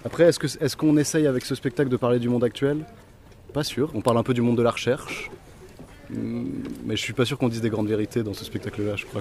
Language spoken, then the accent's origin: French; Tours, Centre-Val de Loire, France; je viens de Tours, de Maitrey.